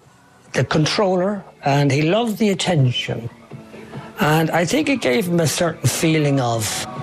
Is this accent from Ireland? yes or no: yes; Dublin, Leinster, Ireland; I wasn't a tough guy, but I was from Ballyfermot, so I could pretend to be tough.